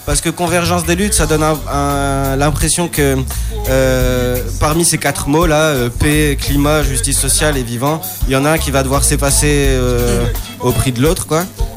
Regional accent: Roubaix, Hauts-de-France, France; moi, j'ai grandi à Roubaix.

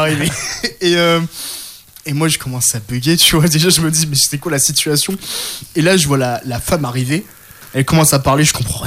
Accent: France; Enfin, c'est bon, je suis français, si t'as besoin de.

